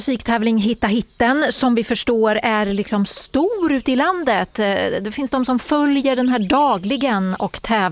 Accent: Mjölby, Östergötland, Sweden; Jag tänkte säga, är det min hemstad Mjölby?

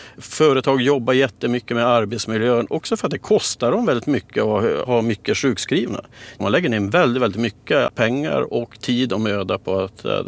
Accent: Kiruna, Norrbotten County, Sweden; Jag är ju född och uppvuxen i Kiruna.

